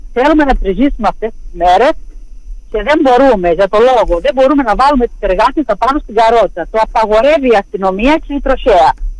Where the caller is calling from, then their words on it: Crete, Greece; Εγώ είμαστε τώρα από την Κυθαρίδα.